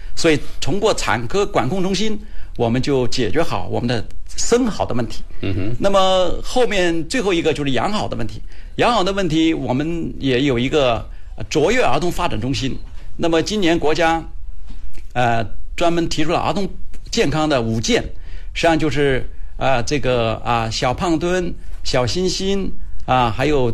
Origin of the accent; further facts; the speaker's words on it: Foshan, Guangdong, China; 所以我们佛山人应该还是想生啊，爱生敢生。